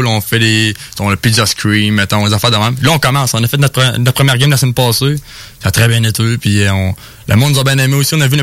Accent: Bellechasse, Quebec, Canada; Puis moi, ben, en fait, je viens de Bellechasse, je suis un gars du coin

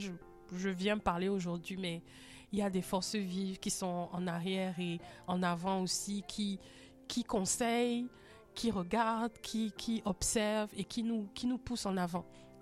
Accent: Cameroon; On a beaucoup de folie chez nous au Cameroun.

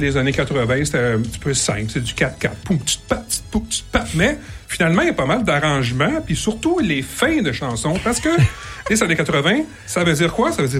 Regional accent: Joliette, Quebec, Canada; moved away as an adult; also born or lived in Montreal; now in Joliette, Canada; nous, on vient de la région de Joliette.

